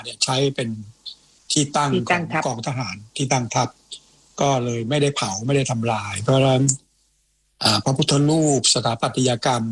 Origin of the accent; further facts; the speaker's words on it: Hua Ro, Phra Nakhon Si Ayutthaya, Thailand; ใช่เด็กหัวรอ